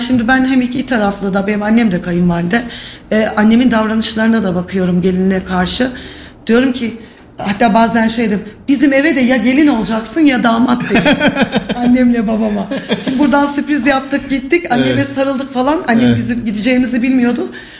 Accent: Kayseri, Turkey; born or raised there

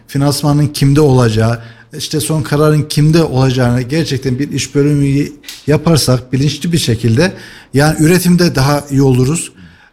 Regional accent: Kayseri, Turkey; bizi keyiflendiriyor bir Kayserili olarak.

